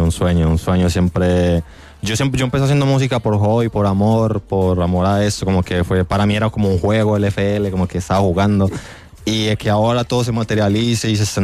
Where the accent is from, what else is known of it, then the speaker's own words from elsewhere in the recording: Colombia; yo soy de Colombia